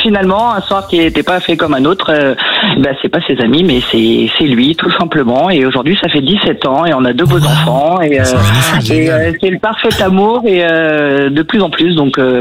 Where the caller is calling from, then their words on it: Île-de-France, France; moi, je viens de Seine-et-Marne.